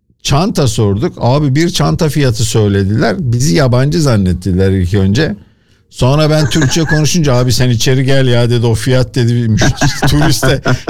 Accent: Kuşadası, Aydın, Turkey; moved away; ben oranın çocuğuyum

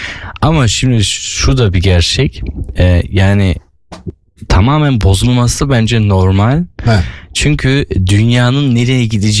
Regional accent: Çayıralan, Yozgat, Turkey; now in Germany; Yani ben mesela Yozgatlıyım. Çayıralanlı.

